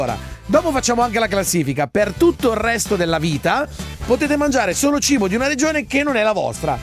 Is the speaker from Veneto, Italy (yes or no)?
no; Emilia-Romagna, Italy; Poi io sono romagnolo, dico Marche, cambia poco.